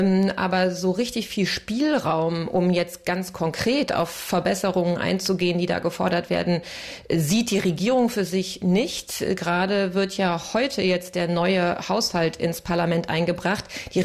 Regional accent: Germany; now in France; als Deutsche hier

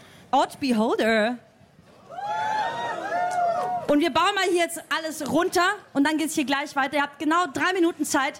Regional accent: Krems, Lower Austria, Austria; Na, Jesus, ich bin aus Österreich, bei Krems.

